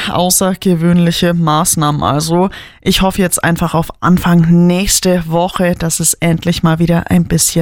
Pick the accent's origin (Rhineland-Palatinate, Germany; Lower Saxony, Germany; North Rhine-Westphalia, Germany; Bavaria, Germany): Bavaria, Germany; Piding; als gebürtige Pieningerin ist es schon irgendwie ein seltsames Gefühl